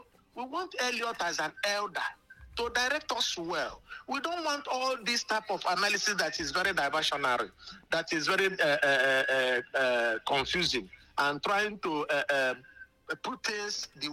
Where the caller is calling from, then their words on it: Enugu, Enugu State, Nigeria; I'm calling from Enugu here.